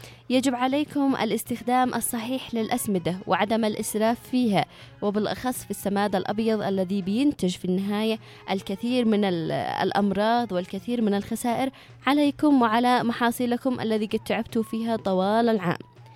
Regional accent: Yemen; عندنا في اليمن بيئة متنوعة

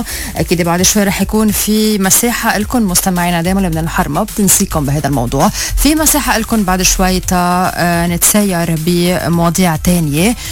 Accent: Lebanon; كلنا كلبنانيين

